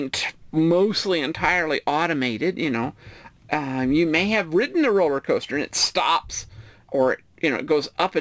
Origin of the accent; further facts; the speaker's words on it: New Mexico, United States; moved away; I'm from New Mexico originally